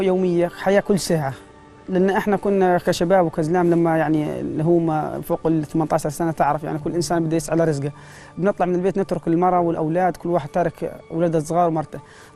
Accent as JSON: {"language": "Arabic", "town": "Ein al-Auja", "region": "West Bank", "country": "Palestine", "tie": "born or raised there", "said": "احنا انا طبعا من مواليد منطقه شلال العوجه، يعني بدايه حياتنا كانت هي عباره عن تربيه مواشي واغنام."}